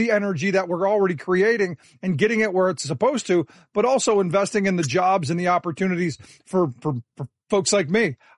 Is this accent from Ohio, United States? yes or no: yes; Cleveland, Ohio, United States; born or raised there